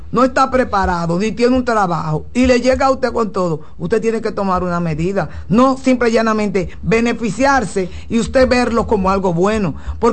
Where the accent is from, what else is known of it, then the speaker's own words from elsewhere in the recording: San Francisco de Macorís, Duarte, Dominican Republic; yo soy de San Francisco de Macorís.